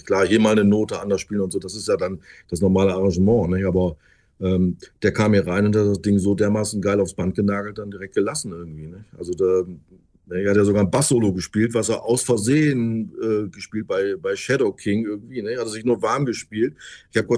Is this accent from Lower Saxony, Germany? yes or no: yes; Osnabrück, Lower Saxony, Germany; now in Frankfurt, Germany; Ich komme zum Glück aus Osnabrück.